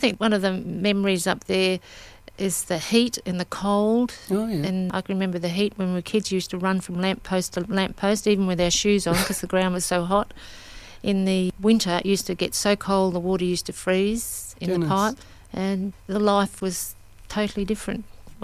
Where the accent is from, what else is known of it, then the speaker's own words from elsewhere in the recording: Big Bell, Western Australia, Australia; also born or lived in Cue; I was born in Kew. I grew up in Big Bell, which was about 30 miles from Kew. And Big Bell was a mining town, gold mining town.